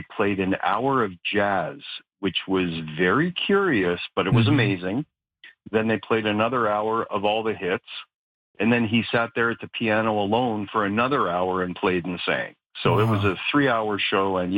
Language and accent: English; Toronto, Ontario, Canada; now in Kenora, Canada; I grew up in Toronto. I was there most of my life.